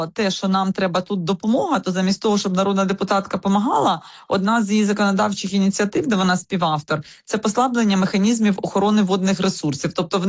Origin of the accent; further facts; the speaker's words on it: Kyiv Oblast, Ukraine; я сама з Київщини